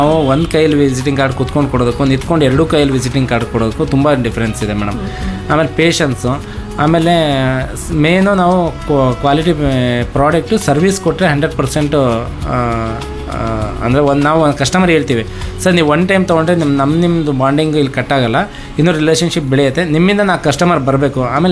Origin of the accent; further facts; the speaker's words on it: Birankere, Karnataka, India; now in Shivamogga, India; ನಾನು ಬೀರಂಕೆರೆಯಲ್ಲಿದ್ದವನು